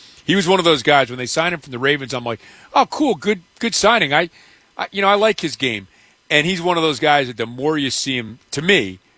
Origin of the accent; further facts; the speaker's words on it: New York, United States; I grew up in New York and hated the Yankees.